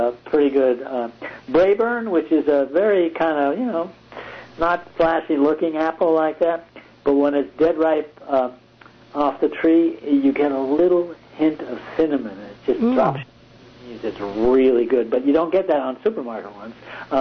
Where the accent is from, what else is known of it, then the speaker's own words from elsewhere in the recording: Boston, Massachusetts, United States; moved away; growing up in New England